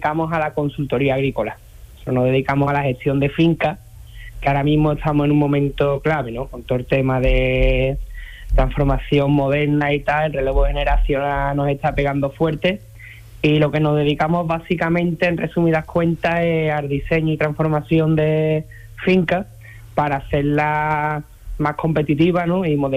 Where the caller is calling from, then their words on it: Seville, Andalusia, Spain; No, yo vivo en Sevilla.